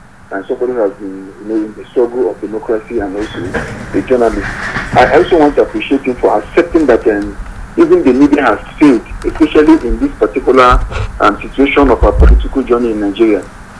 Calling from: Trinidad & Tobago; Yes, … is calling from Trinidad.

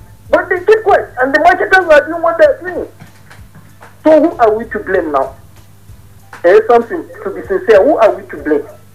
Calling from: Bukuru, Plateau, Nigeria; I'm calling from Bukuru.

